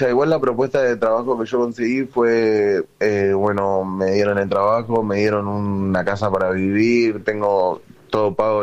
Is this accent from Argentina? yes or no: yes; Argentina; now in Albania; Yo lo veo desde el lugar de alguien que vive acá, ¿no? O sea, siendo argentino.